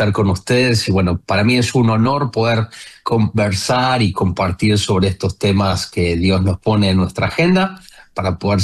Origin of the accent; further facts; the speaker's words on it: Argentina; accent: Argentine; vengo de familia cristiana. Mis abuelos, por mi tonada ya la gente me va a sacar que soy argentino. Mis abuelos allí en el sur, en Argentina, empezaron a evangelizar.